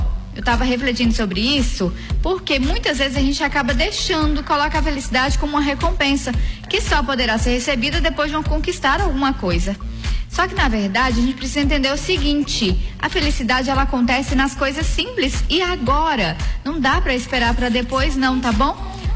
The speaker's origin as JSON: {"language": "Portuguese", "town": "Caculé", "region": "Bahia", "country": "Brazil", "tie": "born or raised there", "said": "pro pessoal de Caculé, minha terra querida."}